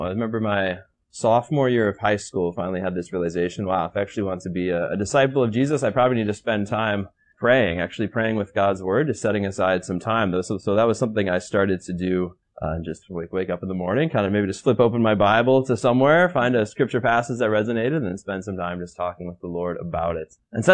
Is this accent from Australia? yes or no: no; Ann Arbor, Michigan, United States; Yeah, so I grew up in Ann Arbor, Michigan, like Rachel said. I grew up in Christ the King Parish and went to Catholic schools my whole time growing up.